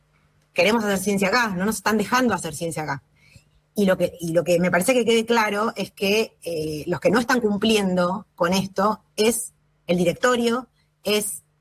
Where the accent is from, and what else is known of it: Argentina